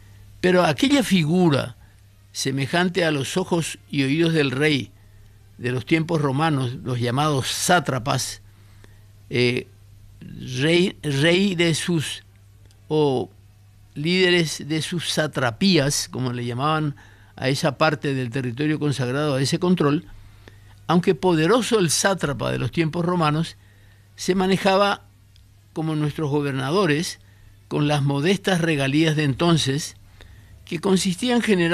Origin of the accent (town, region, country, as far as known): Paraguay